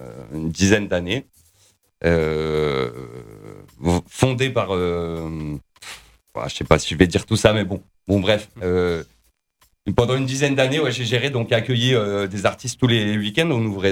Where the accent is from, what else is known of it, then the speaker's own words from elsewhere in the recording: Grand Est, France; parce que je venais d'un petit coin, des Vosges, où ben il y avait pas trop de musiciens